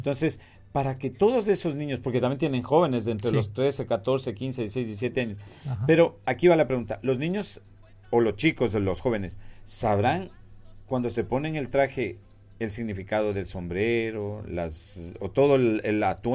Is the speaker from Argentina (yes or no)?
no; Ecuador; now in United Kingdom; Soy ecuatoriano